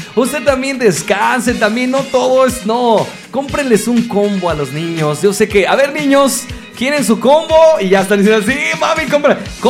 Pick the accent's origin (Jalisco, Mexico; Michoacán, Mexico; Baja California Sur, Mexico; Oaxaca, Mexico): Michoacán, Mexico; Maravatío; De Marabatío, Michoacán. Oye, nosotros somos también de Marabatío, Michoacán.